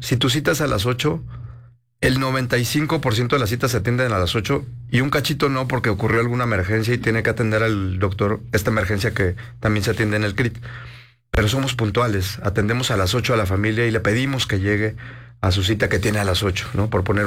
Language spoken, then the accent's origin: Spanish; Mexico; seguir siendo un ejemplo como mexicanos de algo que hacemos muy bien.